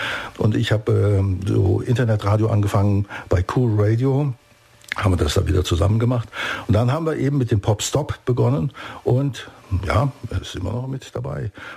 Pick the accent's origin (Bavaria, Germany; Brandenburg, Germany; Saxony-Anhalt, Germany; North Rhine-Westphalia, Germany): North Rhine-Westphalia, Germany; Cologne; Ich bin in Köln groß geworden und in Köln hörte man BFBS.